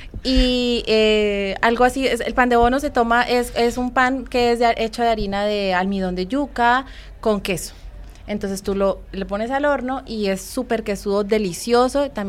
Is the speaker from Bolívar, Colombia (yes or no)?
no; Cúcuta, Norte de Santander, Colombia; Incluso la ciudad donde yo soy es frontera con Venezuela. Yo soy de Cúcuta, norte de Santander, Colombia.